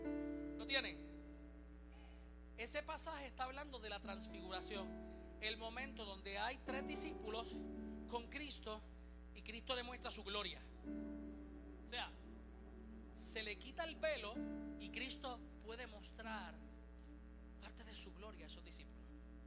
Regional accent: Hatillo, Puerto Rico; De donde yo soy, de allí de Carrizales en Atillo

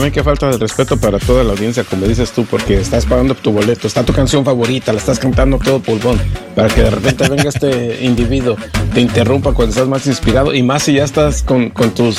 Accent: Mexico; me siento orgulloso yo como mexicano

